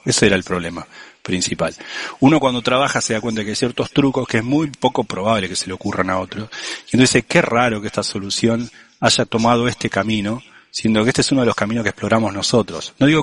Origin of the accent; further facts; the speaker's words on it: Argentina; yo como argentino uso un solo apellido